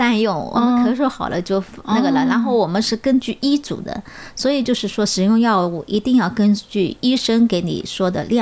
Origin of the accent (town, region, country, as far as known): China